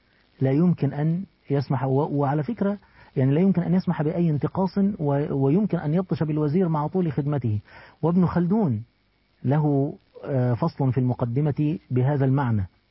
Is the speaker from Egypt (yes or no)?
yes; Egypt; فاكر احنا عندنا في مصر موقف لطيف لذيذ